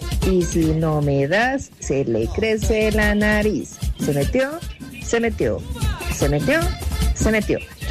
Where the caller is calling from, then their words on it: Bogotá, Colombia; Reporto sintonía desde Barrios Unidos.